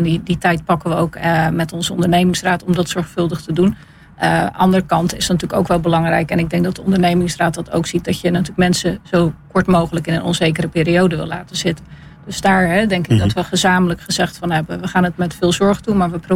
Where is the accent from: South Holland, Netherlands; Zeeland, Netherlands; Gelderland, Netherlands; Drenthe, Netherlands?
Zeeland, Netherlands; Goes; born there; Geboren in Goes, ja.